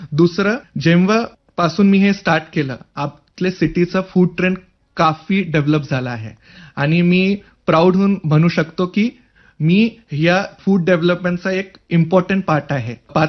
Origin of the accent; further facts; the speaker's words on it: Chhatrapati Sambhajinagar, Maharashtra, India; first language Hindi; Marathi is a second language; also born or lived in Sagar, Madhya Pradesh; माझा birth place सागर मध्य प्रदेशला आहे, पर माझी जन्मभूमी मध्य प्रदेश आहे, पर माझी कर्मभूमी महाराष्ट्र आहे. तर अगदी from my Kinder garden I am staying in Sambhajinagar only.